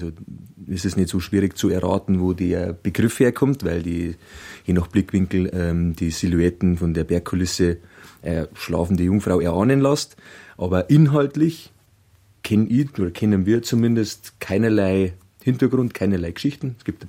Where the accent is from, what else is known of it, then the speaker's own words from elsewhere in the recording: Bavaria, Germany; weil ich geboren und aufgewachsen in Feimau